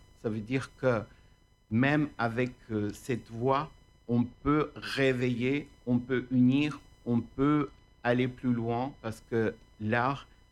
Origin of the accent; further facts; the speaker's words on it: Gyumri, Shirak, Armenia; moved away; quand j'étais petit en Arménie, à Gyumri, parce que je suis d'origine, je suis né à Gyumri.